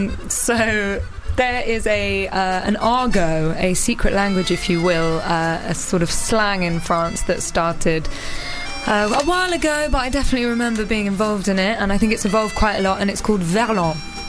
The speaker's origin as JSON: {"language": "English", "region": "London", "country": "United Kingdom", "tie": "born there", "said": "I went to a French school in London, and so I am bilingual"}